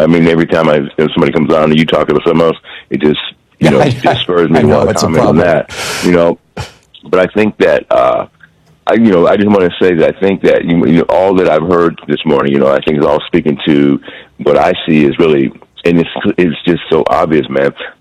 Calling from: San Francisco Bay Area, California, United States; I'm from the Bay Area, right? San Francisco Bay Area.

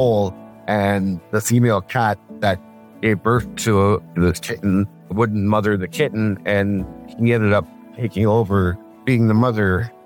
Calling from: Pure Valley, Alberta, Canada; I'm calling from Pure Valley, Alberta.

